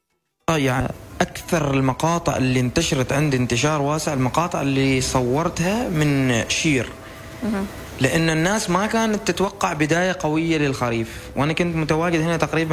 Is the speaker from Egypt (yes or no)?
no; Oman; نحن عندنا في سلطنة عمان